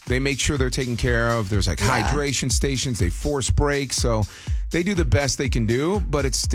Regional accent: Michigan, United States; moved away; I grew up in Michigan

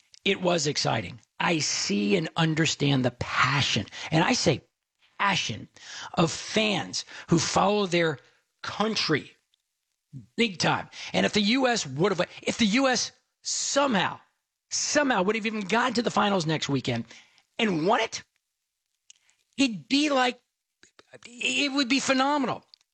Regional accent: Dallas, Texas, United States; I played soccer as a kid in the 1970s. In the 1970s, growing up in Dallas, where the Dallas Tornado, that was the name of the Kyle Rote Jr., was the soccer player.

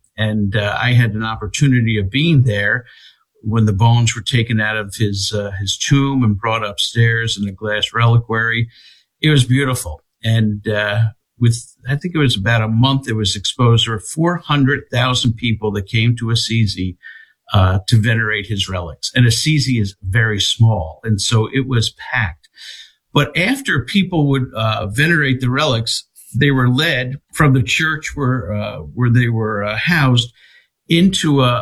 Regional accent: New Jersey, United States; growing up on the Jersey Shore

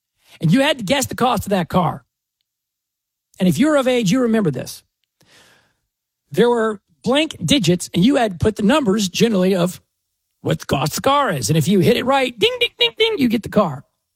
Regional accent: Dallas, Texas, United States; It was on CBS, probably, I don't know, where I grew up in Dallas.

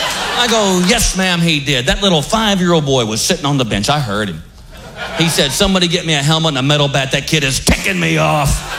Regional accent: Texas, United States

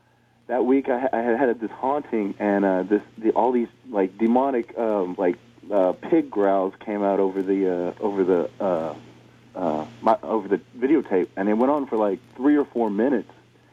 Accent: Houston, Texas, United States; I'm from Houston, Texas.

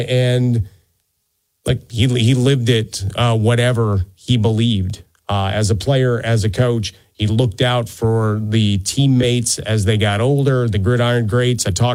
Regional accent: Chicago, Illinois, United States; the Mike Ditka that I loved growing up in Chicago

